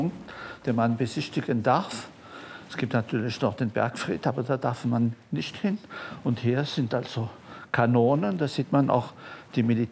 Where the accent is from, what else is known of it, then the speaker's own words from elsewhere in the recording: Grand Est, France; Also ich bin direkt am Fuß der Burg geboren. Mein Haus hat Aussicht auf die Burg. Und das Zimmer, wo ich geboren wurde, genau ist vor der Burg.